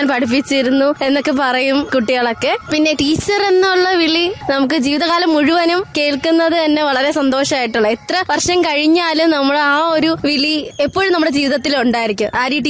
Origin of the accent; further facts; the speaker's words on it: Thiruvananthapuram, Kerala, India; തിരുവനന്തപുരത്താണ് നാട്